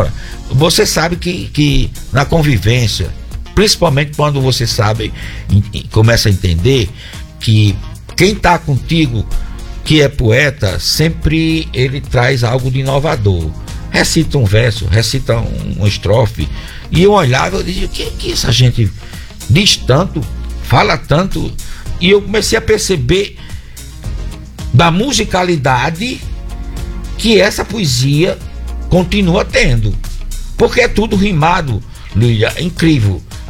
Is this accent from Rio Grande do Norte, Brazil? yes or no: yes; Grossos, Rio Grande do Norte, Brazil; Sou de Grossos, sou filho de Grossos, né? De uma ancestralidade muito rica, muito bonita, de muita inspiração.